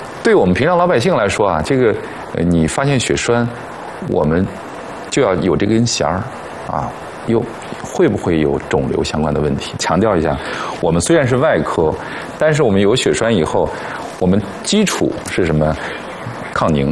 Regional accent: China; 我们中国人

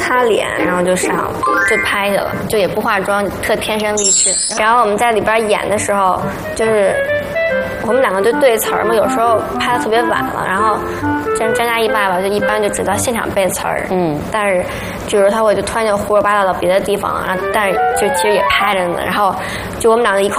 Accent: Beijing, China; 我从小在北京土生土长

